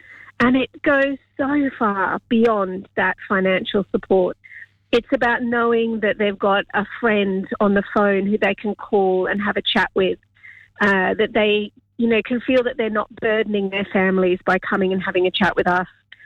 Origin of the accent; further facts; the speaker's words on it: Queanbeyan, New South Wales, Australia; I was born and raised in Queanbeyan